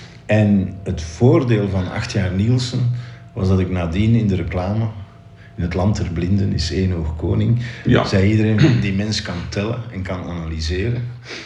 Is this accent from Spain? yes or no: no; Belgium; En het Zero to Hero verhaal, zeker als Belg, dat staat ons aan.